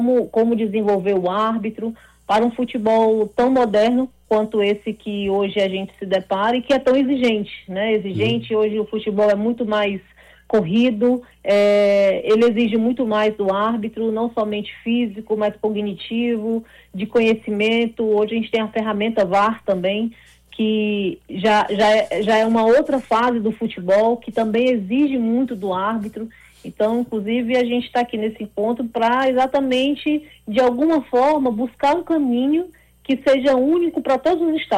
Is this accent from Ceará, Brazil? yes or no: yes; Ceará, Brazil; born there; agora poder estar fazendo isso em prol da arbitragem cearense, que foi de onde eu nasci.